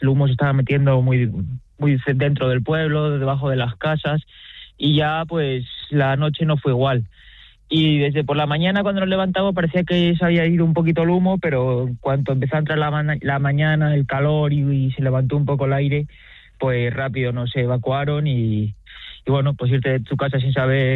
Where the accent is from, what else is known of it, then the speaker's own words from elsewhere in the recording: Community of Madrid, Spain; born there; ver el campo donde te has criado, ver tu pueblo